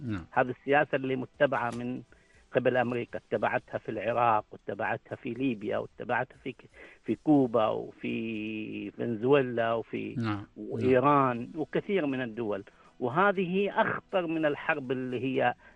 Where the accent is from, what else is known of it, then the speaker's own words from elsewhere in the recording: Oman; لنا نحن كعمانيين